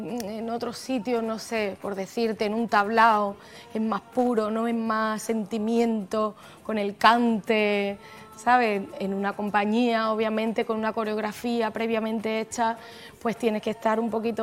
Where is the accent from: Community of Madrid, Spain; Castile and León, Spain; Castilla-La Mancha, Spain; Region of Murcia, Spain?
Region of Murcia, Spain; hemos hecho Murcia, mi tierra querida